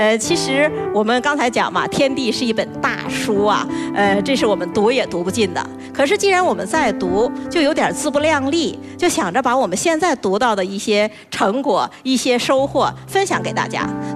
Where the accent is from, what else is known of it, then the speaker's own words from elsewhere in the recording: northern China, China; 其实我是北方人呐，我觉得有点血脉觉醒的感觉。